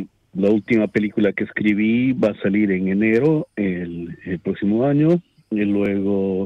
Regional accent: Tupiza, Potosí, Bolivia; Pero nací en Bolivia y me crié en Bolivia, en la ciudad de Tupiza, que es muy cerca a la frontera con Argentina.

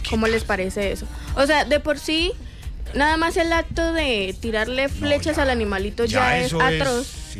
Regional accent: Colombia; uno como colombiano

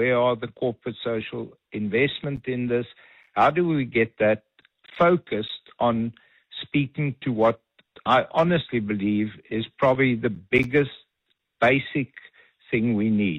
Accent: Gauteng, South Africa; I come from Gauteng

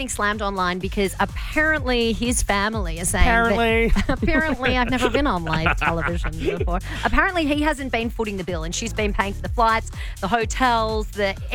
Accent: Australia; And I said, well, you know, I'm from Australia.

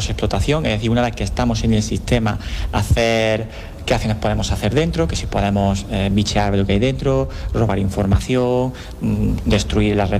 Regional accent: Andújar, Andalusia, Spain; porque nosotros venimos de allí de Jaén, concretamente de Andújar, que allí pues ya estamos en la época en la que el sol no pica, el sol muerde.

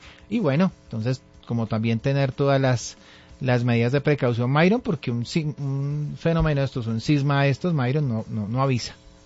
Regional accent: Colombia; Bueno, entonces pues ya para pesar de nosotros como colombianos, pues ya se ha entregado un primer balance de parte de la presidencia de la República

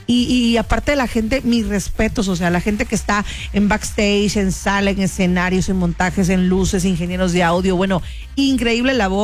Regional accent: Boca del Río, Veracruz, Mexico; A nosotros como boqueños también y como jarochos

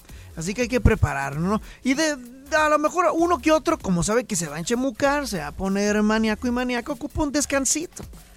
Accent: Mexico; como mexicanos que somos, o bueno, como en Chicali

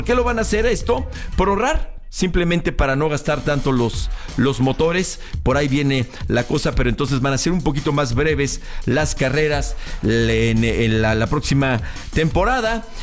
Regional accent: Mexico; No, yo soy mexicano.

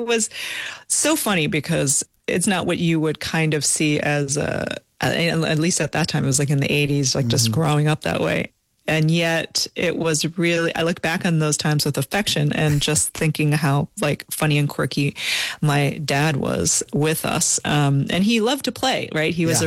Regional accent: Long Island, New York, United States; born or raised there

